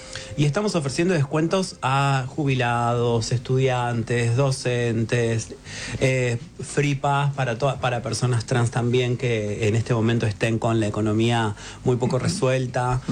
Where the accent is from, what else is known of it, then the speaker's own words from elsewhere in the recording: Buenos Aires, Argentina; also born or lived in San Marcos Sierras, Córdoba; No, en realidad nosotras somos de acá de Buenos Aires.